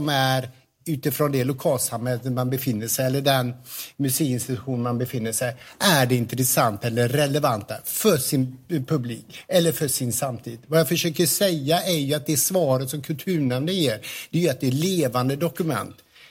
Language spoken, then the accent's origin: Swedish; Falköping, Västra Götaland County, Sweden; min hemstad Falköping